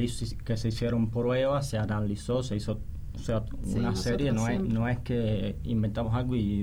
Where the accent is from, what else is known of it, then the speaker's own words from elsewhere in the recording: Cuba; now in Argentina; Yo soy de Cuba, soy.